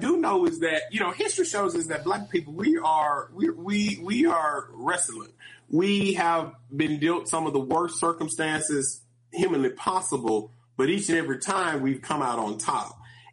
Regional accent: Mississippi, United States; Yeah, so I'm from the Mississippi Delta. Like, my grandparents from Wildwood Plantation, and they moved to Itabena when Mississippi Valley State University was founded to secure work

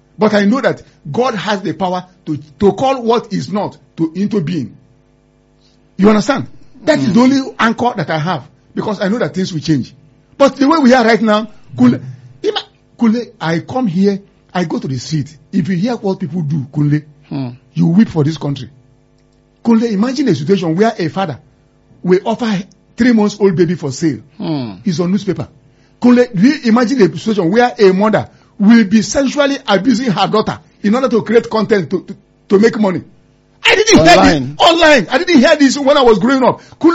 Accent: Nigeria; As a Nigerian

